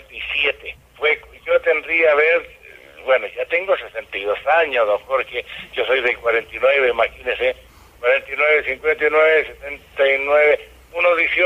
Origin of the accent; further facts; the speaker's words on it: San Carlos, Ñuble, Chile; moved away; yo nací en San Carlos, Chile, en la provincia de Ñuble.